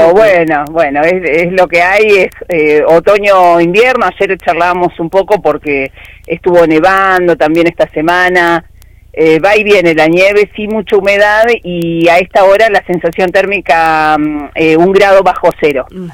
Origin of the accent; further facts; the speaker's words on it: Río Turbio, Santa Cruz, Argentina; born there; Yo soy nacida acá en Río Turbio